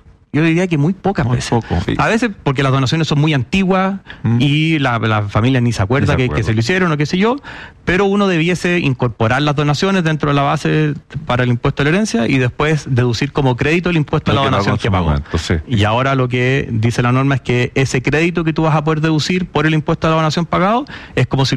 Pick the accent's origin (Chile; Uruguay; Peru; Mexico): Chile